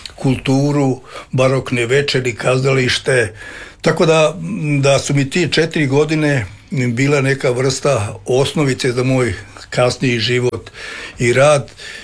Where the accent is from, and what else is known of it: Livno, Federation of Bosnia and Herzegovina, Bosnia & Herzegovina; also born or lived in Varaždin; now in Zagreb, Croatia